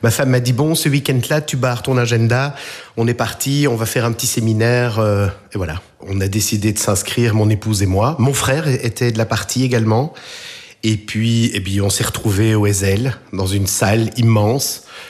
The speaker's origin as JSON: {"language": "French", "town": "Brussels", "region": "Brussels-Capital Region", "country": "Belgium", "said": "je suis bruxellois."}